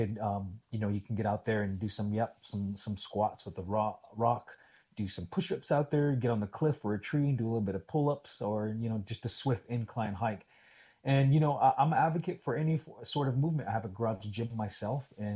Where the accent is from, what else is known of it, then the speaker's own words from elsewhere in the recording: Salt River, Arizona, United States; And then even just growing up in Salt River, I would hear elders kind of talk a little bit about the old days.